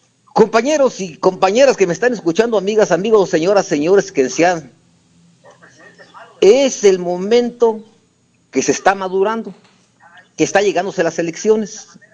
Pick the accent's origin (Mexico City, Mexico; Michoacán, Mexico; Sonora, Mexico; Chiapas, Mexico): Michoacán, Mexico; Santa Ana Maya; yo los he escuchado aquí en mi pueblo.